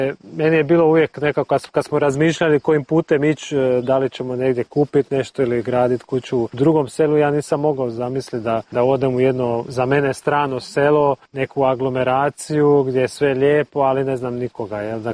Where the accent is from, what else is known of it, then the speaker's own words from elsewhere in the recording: Pécs, Baranya, Hungary; ja sam rođen u Pečuju, odrastao sam u Pečuju, ali uvijek sam bio povezan sa Salantom jer mama je odavdje, cijela obitelj njena